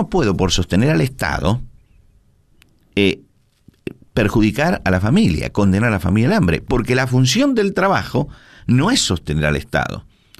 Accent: Argentina

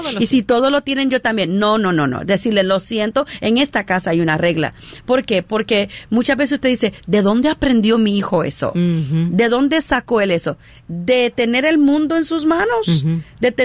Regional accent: New York, United States; yo soy de New York

